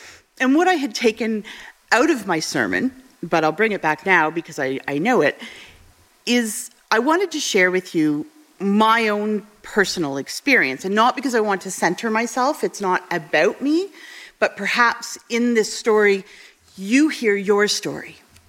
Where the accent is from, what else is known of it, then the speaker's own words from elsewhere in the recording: Hamilton, Ontario, Canada; born there; So I was born in June. I was born in June 1973, and I was born in Hamilton.